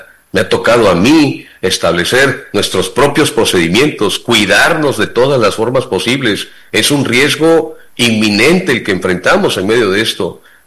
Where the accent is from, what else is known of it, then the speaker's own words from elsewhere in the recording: Juchitán, Oaxaca, Mexico; porque yo soy de Juchitán, vivo, madre, mi familia somos de Juchitán